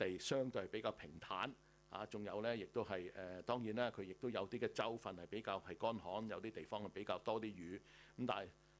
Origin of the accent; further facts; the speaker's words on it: Australia; 呢度值得我哋澳洲人咧自豪啊